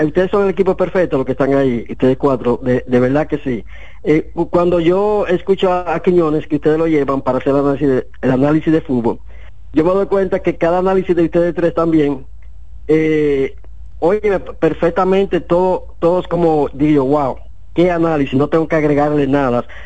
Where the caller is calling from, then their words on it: Moca, Espaillat, Dominican Republic; yo que soy de Moca y he conocido cuando han jugado a nivel amateur, juvenil, infantil, de todos los pueblos, Moca es cuna de fútbol.